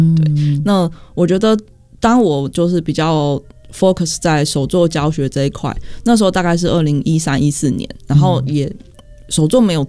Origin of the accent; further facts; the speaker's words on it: Taiwan; 加上就是我们台湾人的身份到那边其实比较复杂